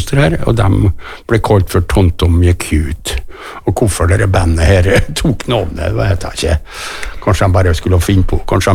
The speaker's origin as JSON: {"language": "Norwegian", "town": "Kristiansund", "region": "Møre og Romsdal", "country": "Norway", "said": "hadde vært perm fra militæret, og var hjemme i Kristiansund"}